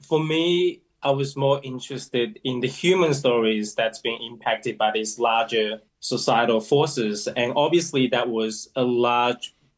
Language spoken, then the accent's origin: English; Fujian, China; moved away; my hometown in Fujian, and that's where my mom is